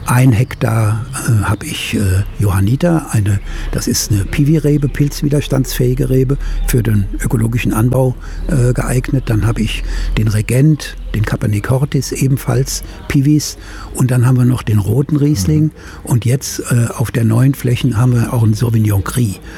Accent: Bacharach, Rhineland-Palatinate, Germany; Ich komme gebürtig aus Bacharach am Rhein. Mein Vater hatte ein Weingut und ich bin praktisch bis zum Abitur mit in den Weinberg gegangen

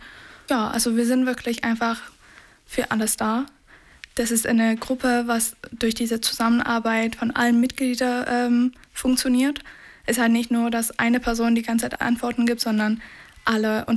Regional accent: Chemnitz, Saxony, Germany; Aber trotzdem ist für mich diese Stadt einfach zu meiner Heimat geworden, weil ich hier aufgewachsen bin, weil meine Familie hier ist.

